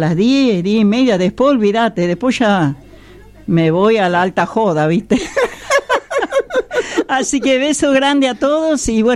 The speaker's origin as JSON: {"language": "Spanish", "town": "Pinto", "region": "Santiago del Estero", "country": "Argentina", "moved": "yes", "said": "No, yo soy de Pinto."}